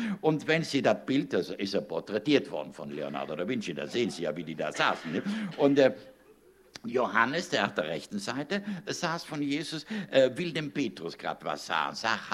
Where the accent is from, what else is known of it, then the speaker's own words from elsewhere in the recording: Southern Germany, Germany; now in Rhineland, Germany; Ich komme ja aus dem Süddeutschen